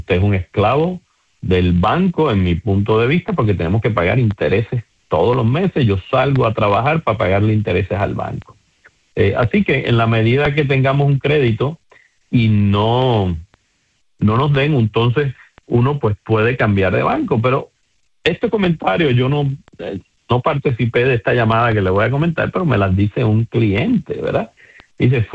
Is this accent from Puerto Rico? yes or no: yes; Puerto Rico; somos nosotros los puertorriqueños